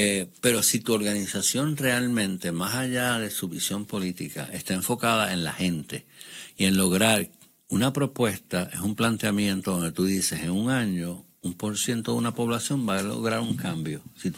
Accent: Puerto Rico; Mira, yo voy a darle énfasis a que somos puertorriqueños, a que somos hispanos, a que somos minorías

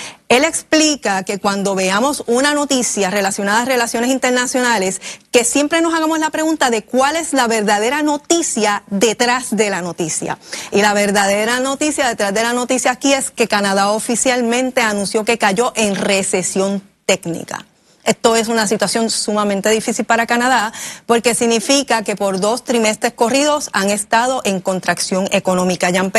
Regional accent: Puerto Rico; nosotros los puertorriqueños

